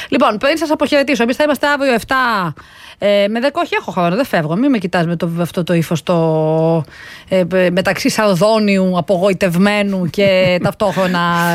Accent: Pyrgos, Western Greece, Greece; moved away; από το πύργο, από τα μέρη μου.

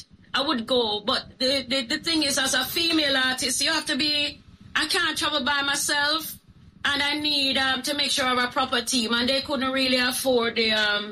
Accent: Kingston, Kingston Parish, Jamaica; I come from East Kingston. I know what it is like to grow up in a community where marginalized and you face the police brutality.

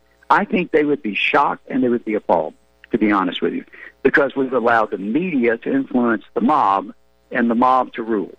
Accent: the South, United States; We understand that sad period of time. And I'm from the South, and I regret that, but it is what it is.

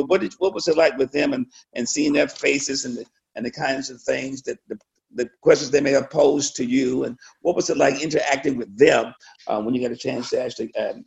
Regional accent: Portsmouth, Virginia, United States; I was born and raised in Portsmouth, right there across the river.

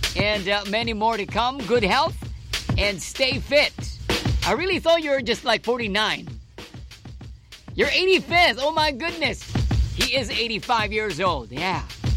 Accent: Imus, Calabarzon, Philippines; I'm from Cavite, Imus. Imus as well, wow! Neighbor from Imus, Cavite.

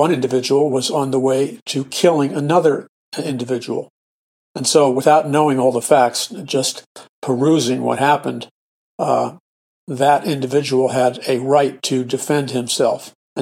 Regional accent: New York City, New York, United States; All my life growing up in New York City

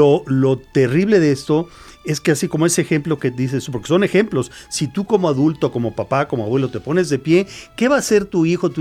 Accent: Mexico; la responsabilidad que se tiene como mexicano.

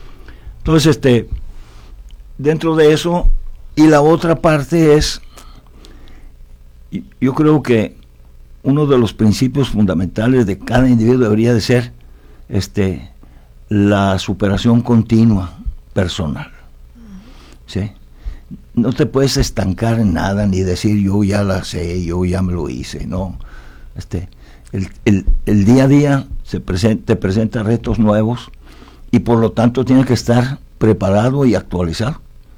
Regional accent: Italy; now in Mexico; Yo vengo de Italia. Pues Baja California es la mitad de la superficie, exactamente la mitad de la superficie de Italia.

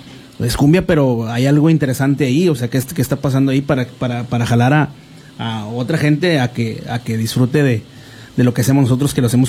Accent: Nuevo Laredo, Tamaulipas, Mexico; que a nosotros muchos nos preguntan que si somos de otra parte, que si somos de Monterrey, que si somos de la Ciudad de México o algo. Pero no, somos de aquí de Laredo.

